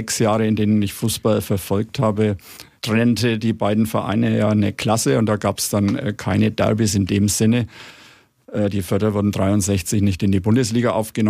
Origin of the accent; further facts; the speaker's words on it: Nuremberg, Bavaria, Germany; Ich bin in Nürnberg geboren, ich habe mein Leben lang in Nürnberg gelebt